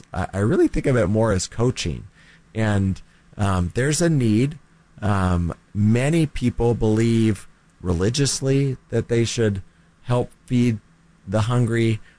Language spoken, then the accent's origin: English; Fort Worth, Texas, United States; So, you know, I grew up in North Texas, Fort Worth area, for many years